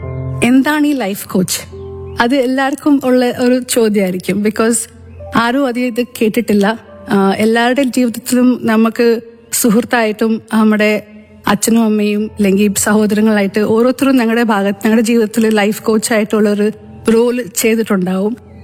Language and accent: Malayalam; Bangalore, Karnataka, India; also born or lived in Kottarakkara; ഞാൻ ബാംഗ്ലൂരിലെ താമസം. ജനിച്ചത് ഇവിടെ കൊട്ടാരക്കരയിലാണ്. പക്ഷേ എന്റെ പഠിത്തം, കോളേജ്, സ്കൂൾ, ജീവിതം മൊത്തം ബാംഗ്ലൂരിലാണ്.